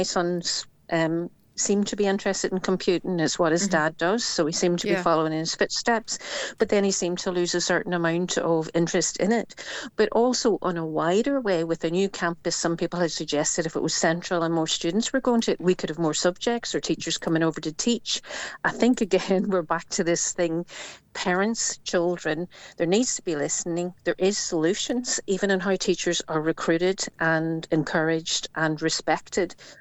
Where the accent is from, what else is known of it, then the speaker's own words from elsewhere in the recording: Northern Ireland, United Kingdom; now in Mull, United Kingdom; I'm from Northern Ireland